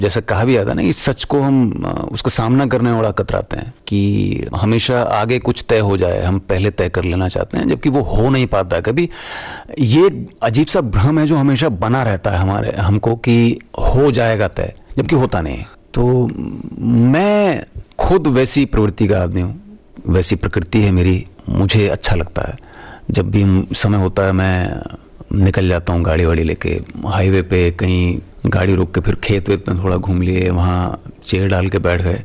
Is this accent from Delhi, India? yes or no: yes; Delhi, India; मैं दिल्ली में पैदा हुआ, पला बड़ा वहीं पे